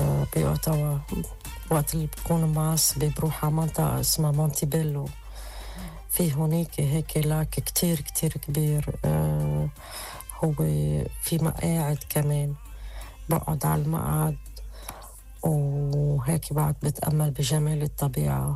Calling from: Ottawa, Ontario, Canada

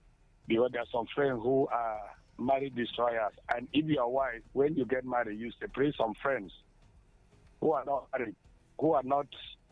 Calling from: Cross River, Nigeria; from Cross River State.

